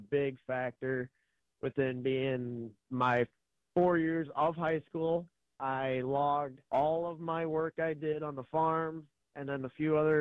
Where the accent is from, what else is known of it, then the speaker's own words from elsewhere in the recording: Grand Ridge, Illinois, United States; I grew up in Grand Ridge, Illinois, on a family farm with my great uncle, my dad, my older brother, and now my little brother's gotten into it.